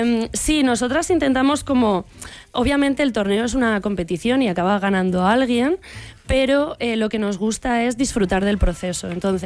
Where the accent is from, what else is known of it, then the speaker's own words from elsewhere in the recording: Zaragoza, Aragon, Spain; now in Madrid, Spain; yo soy de Zaragoza.